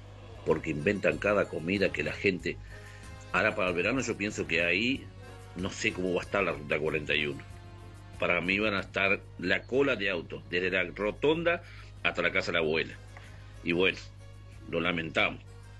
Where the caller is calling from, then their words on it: General Belgrano, Buenos Aires Province, Argentina; Un saludo desde acá, de General Belgrano. Acá estamos recién llegados al rancho